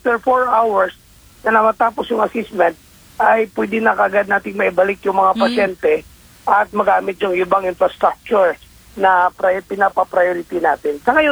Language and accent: Tagalog; Soccsksargen, Philippines; doon kasi sa amin sa South Cotabato